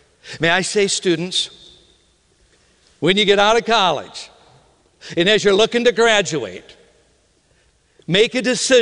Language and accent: English; Minnesota, United States; But I tell ya, growing up in Minnesota